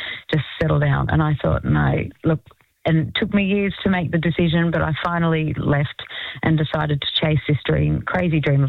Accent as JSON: {"language": "English", "town": "Wamboin", "region": "New South Wales", "country": "Australia", "tie": "born or raised there", "said": "I grew up in an area called Womboyne. So not Wombian, not the Wombian case. Womboyne. It's near Bungendore, on the outskirts of Canberra."}